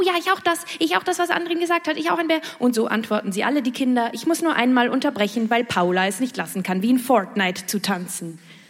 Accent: Switzerland; Ich komme aus der Schweiz

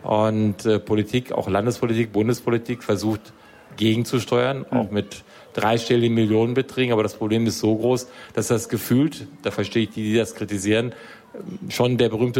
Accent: Delbrück, North Rhine-Westphalia, Germany; Delbrück, Kreis Paderborn.

